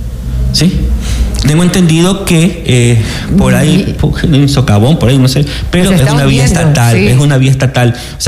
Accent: Santa Elena, Ecuador; nací y crecí en Santa Elena. Tengo 44 años viviendo en Santa Elena. Soy nativo de Santa Elena. No llegué a Santa Elena a vivir por obra y gracia.

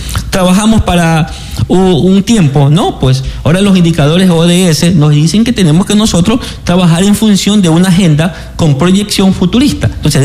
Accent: Santa Elena, Ecuador; nací y crecí en Santa Elena. Tengo 44 años viviendo en Santa Elena. Soy nativo de Santa Elena. No llegué a Santa Elena a vivir por obra y gracia.

